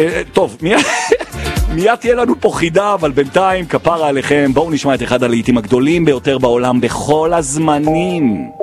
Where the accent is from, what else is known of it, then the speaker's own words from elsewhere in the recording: Jerusalem, Jerusalem District, Israel; born there; בגלל שאני נולדתי בארץ, זכיתי להיות קודם כל יהודי ואחרי זה ישראלי שנולד בירושלים ובעזרת השם ימות בירושלים